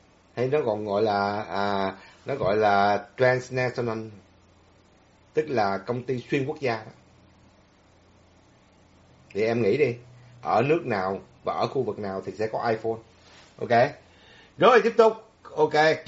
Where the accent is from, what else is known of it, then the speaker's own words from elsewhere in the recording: Southern Vietnam, Vietnam; Tôi là người gốc ẩm, tôi là người gốc Bắc, nhưng mà tôi sinh trưởng lớn lên ở miền Nam thì tôi dùng chữ miền Nam thôi.